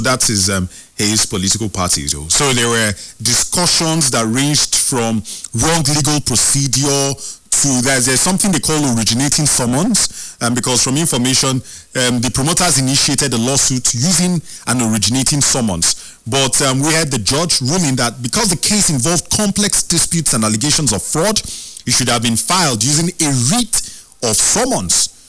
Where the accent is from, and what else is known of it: Nigeria